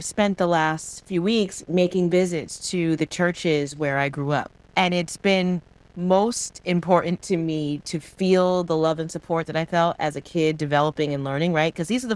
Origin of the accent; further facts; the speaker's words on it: Stratford, Connecticut, United States; I grew up in Stratford. I was born Yale New Haven Hospital. Went to Stratford Academy in Worcester and Bunnell High School.